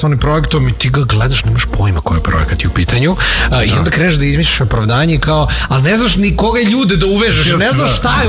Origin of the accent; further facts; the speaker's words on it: Serbia; ovo je samo dokaz koliko su mi kao Srbi jako kreativan narod